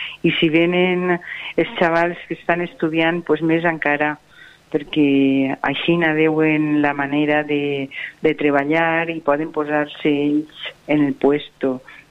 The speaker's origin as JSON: {"language": "Catalan", "region": "Valencian Community", "country": "Spain", "tie": "born or raised there", "said": "molt emotiu per mi que m'hagin convidat en el meu poble"}